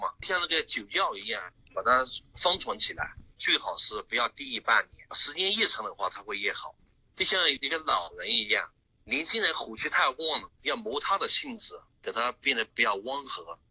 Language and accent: Chinese; China; 我们中国人